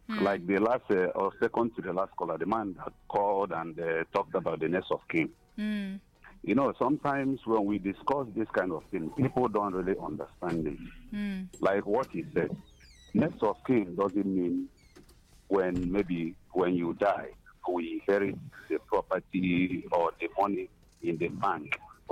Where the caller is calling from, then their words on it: Enugu, Enugu State, Nigeria; I'm calling from Enugu.